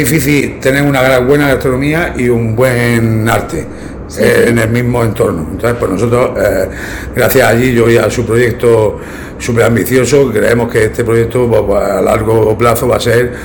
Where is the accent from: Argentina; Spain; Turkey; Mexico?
Spain; La Unión, Region of Murcia; yo soy de La Unión y lo llevo en la sangre, el flamenco.